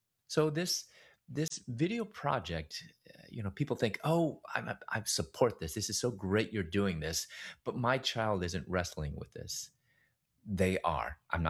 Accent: United States; Being Chinese American

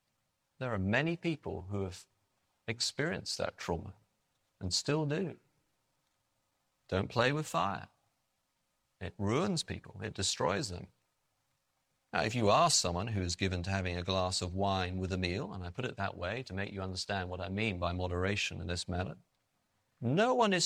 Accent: England, United Kingdom; you have to remember that I am an English Baptist. I'm going to tell you this story so you understand where I'm coming from in terms of my culture.

